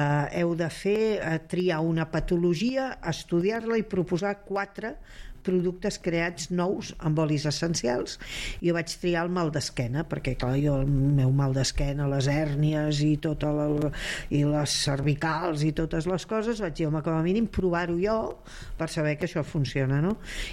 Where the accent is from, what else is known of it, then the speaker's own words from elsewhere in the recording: Catalonia, Spain; I jo, com a bona catalana, vaig preguntar, el preu és el mateix?